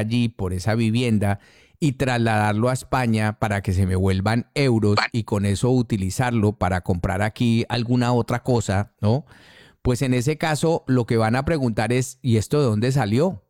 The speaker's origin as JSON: {"language": "Spanish", "country": "Colombia", "moved": "yes"}